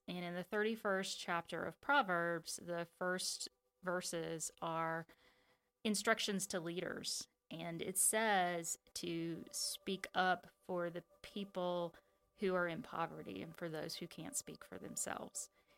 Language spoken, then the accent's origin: English; Madison County, North Carolina, United States; growing up in Madison County in a lower income household